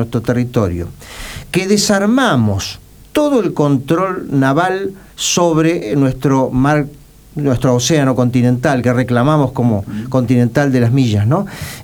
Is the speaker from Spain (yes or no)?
no; Argentina; como argentino lo digo esto